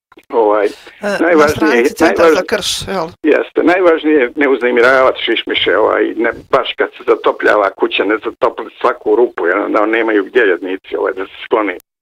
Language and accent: Croatian; Herzegovina, Bosnia & Herzegovina; oko postojini kršu kod nas u Hercegovini, to su van dva svjetska hotspota za biodiverzitet